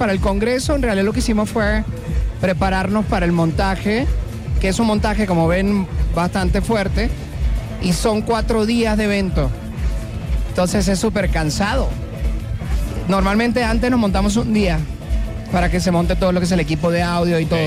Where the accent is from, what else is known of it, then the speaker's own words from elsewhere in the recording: Venezuela; moved away as an adult; now in Querétaro, Mexico; yo soy originario de Venezuela. Ya tengo 20 y pico de años aquí. Ajá. En Querétaro. Bueno, en México, en Querétaro tenía 18 años.